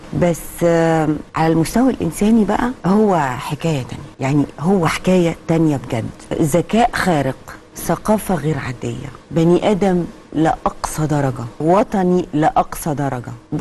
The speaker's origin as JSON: {"language": "Arabic", "country": "Egypt", "said": "فرحتي وفخري كمصرية وكفنانة"}